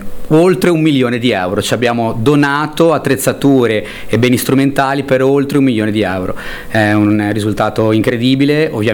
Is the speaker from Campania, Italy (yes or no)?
no; Genoa, Liguria, Italy; il cuore di Genova, soprattutto del Ponente, perché noi siamo di Pra